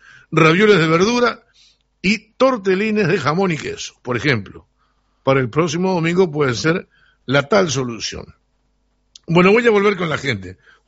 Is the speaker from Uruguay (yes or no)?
yes; San Gregorio de Polanco, Tacuarembó, Uruguay; por mis pagos de San Gregorio.